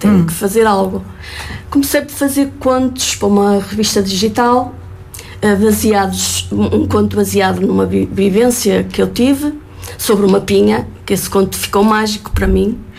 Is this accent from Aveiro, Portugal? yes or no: yes; Espinho, Aveiro, Portugal; now in Cortegaça, Portugal; Estou lá a viver há 30 anos, vim do Conselho de Espinho, e quando cheguei a Cortegaça fiquei fascinada.